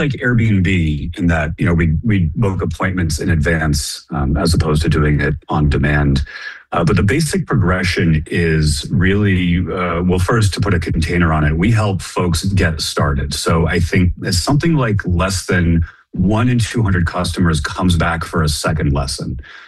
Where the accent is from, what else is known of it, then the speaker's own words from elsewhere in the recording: Boston, Massachusetts, United States; So, I'm from Boston originally